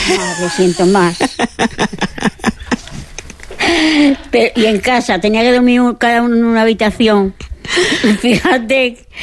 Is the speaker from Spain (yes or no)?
yes; Arroyomolinos, Extremadura, Spain; Yo vivía en Torremenga, aunque yo soy de Arroyomolino, me hice una casa en Torremenga y vivo ahí.